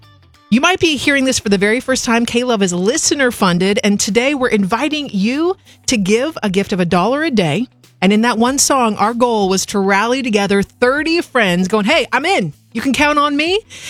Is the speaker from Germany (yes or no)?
no; Portland, United States; Maybe you're listening right now from the Portland area. That's my hometown area.